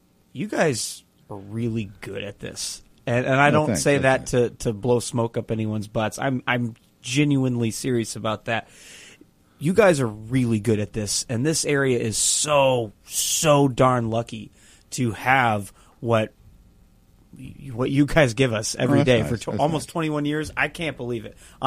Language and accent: English; East Peoria, Illinois, United States; As a local person, I'm from East Peoria